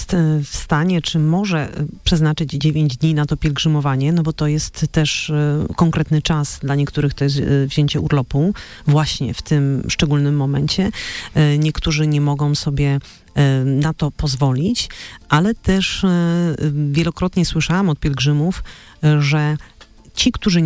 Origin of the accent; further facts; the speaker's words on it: Częstochowa, Silesian Voivodeship, Poland; ja rozumiem, ja też jestem Częstochowianką, więc pozdrawiam wszystkich Częstochowian